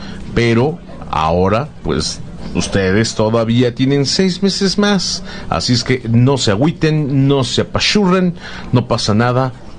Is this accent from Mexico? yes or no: yes; Mexico; estados de nuestro hermoso país, los Estados Unidos Mexicanos o República Mexicana